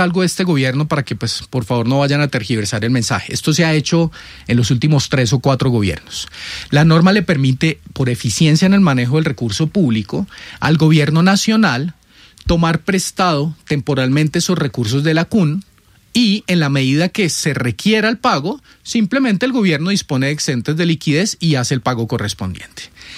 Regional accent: Colombia

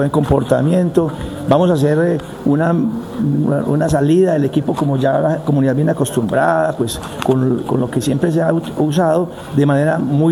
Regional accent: Puerto Rico; Quienes tenemos que buscar el marcador somos los puertorriqueños

